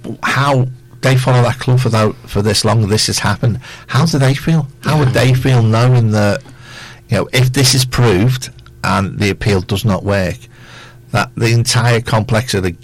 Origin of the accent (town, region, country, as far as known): United Arab Emirates